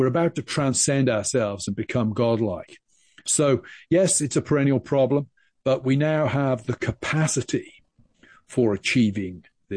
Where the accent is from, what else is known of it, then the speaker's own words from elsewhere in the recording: South West England, United Kingdom; My background is I grew up in England, the West Country of England, over in Gloucestershire.